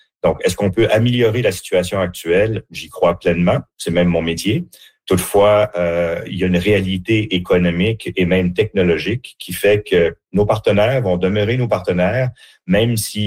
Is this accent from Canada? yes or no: yes; Canada; moi, en tant que Canadien